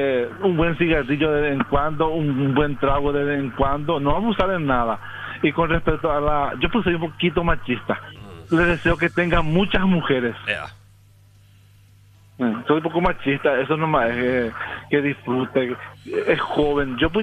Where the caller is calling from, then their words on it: Paraguay; abrazarnos como paraguayos